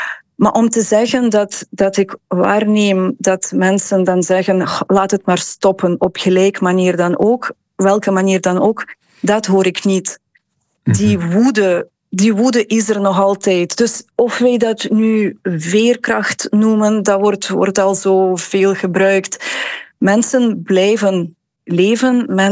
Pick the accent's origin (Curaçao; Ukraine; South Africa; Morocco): Ukraine; now in Belgium; En ik ben zelf een Oekraïense, inderdaad, ben al lang hier, maar met mijn vrienden daar, ik weet niet hoe zij dat doen.